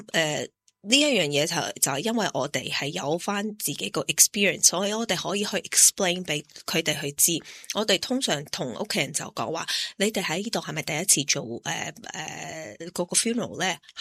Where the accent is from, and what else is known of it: Australia; born or raised there